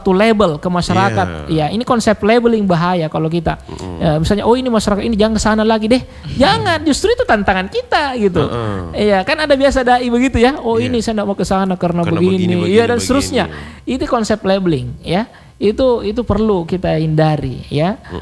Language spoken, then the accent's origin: Indonesian; South Sulawesi, Indonesia; kita orang Bugis Makassar atau Sulawesi Selatan ini